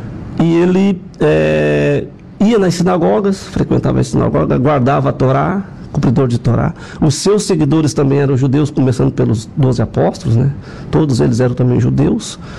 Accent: Brazil; born there; não negamos a nossa raiz brasileira, somos brasileiros nascidos aqui, né?

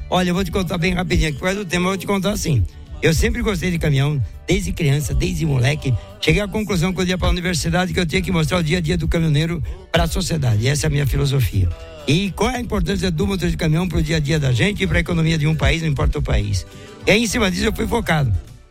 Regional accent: São Paulo, Brazil; É que São Paulo, sou de São Paulo.

